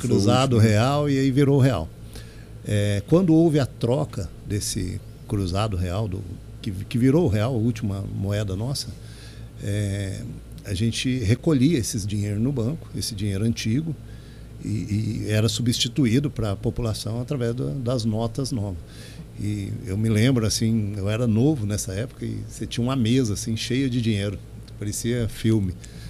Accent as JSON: {"language": "Portuguese", "town": "Olímpia", "region": "São Paulo", "country": "Brazil", "also_born_or_lived": "Campinas", "lives_now": "Monte Alto, Brazil", "said": "Na verdade, eu sou de Olímpia, sou da região."}